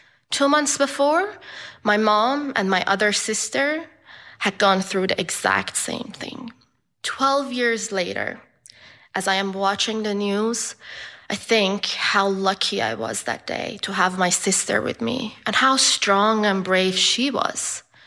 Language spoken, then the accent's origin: English; Iran; moved away; Iran, my home country